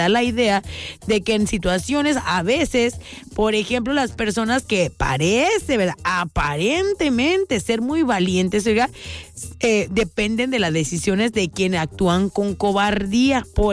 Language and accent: Spanish; Mexico; somos los mexicanos